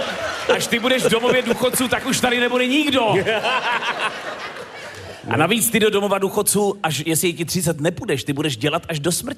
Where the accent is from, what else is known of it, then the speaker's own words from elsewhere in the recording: Sokolov, Karlovy Vary Region, Czechia; Ještě, že jsem ze Sokolova.